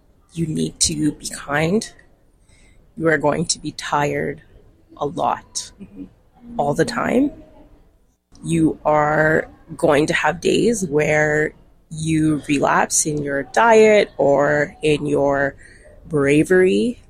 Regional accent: Canada; I'm a Canadian slam champion.

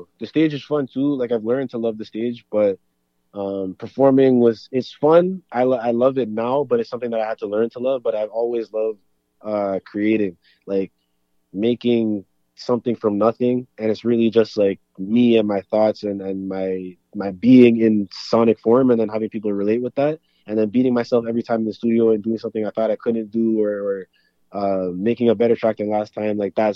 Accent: Ottawa, Ontario, Canada; In Barrhaven, actually, so it's right by, like, where I grew up and stuff

